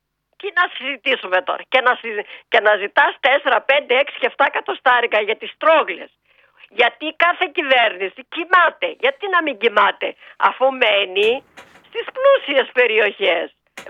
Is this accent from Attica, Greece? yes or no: no; Ioannina, Epirus, Greece; τρελαίνομαι για τα Γιάννενα, καλά δεν πέφτω κάτω, καθόλου, επειδή είναι η πατρίδα μου.